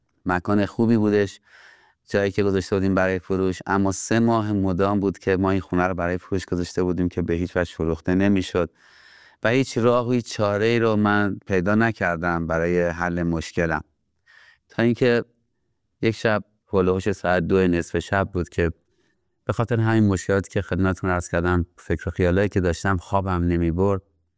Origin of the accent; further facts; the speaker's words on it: Iran; born there; بله، من متولد ایران هستم.